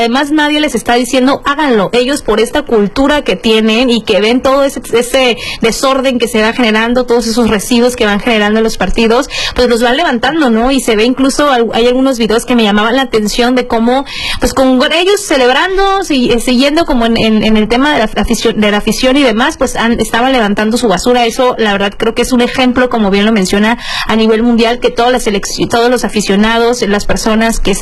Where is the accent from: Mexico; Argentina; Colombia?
Mexico; nosotros como mexicanos